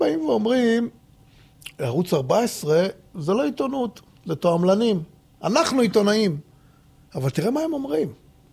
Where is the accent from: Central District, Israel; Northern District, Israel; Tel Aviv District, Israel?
Tel Aviv District, Israel; Tel Aviv; אני גדלתי בדרום תל אביב, והיום אני גם גר בדרום תל אביב